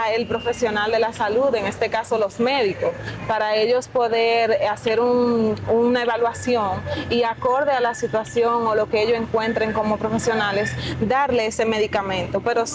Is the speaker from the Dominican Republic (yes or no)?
yes; Dominican Republic; nosotros como dominicanos